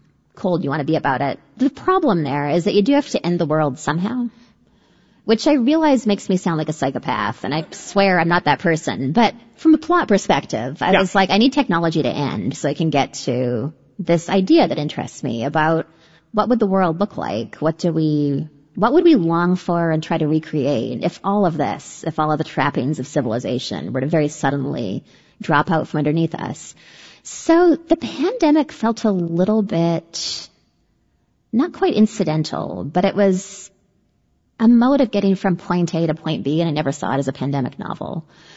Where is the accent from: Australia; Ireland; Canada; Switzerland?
Canada; I'm Canadian. I feel like I was politer about